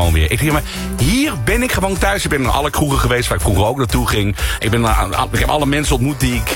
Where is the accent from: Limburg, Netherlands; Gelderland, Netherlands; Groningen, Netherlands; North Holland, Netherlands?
Limburg, Netherlands; moved away; also born or lived in Maastricht; En jarenlang heb ik in Maastricht gewoond. Ik kom oorspronkelijk uit Limburg. Ik heb iets van 10, 12 jaar in Maastricht gewoond.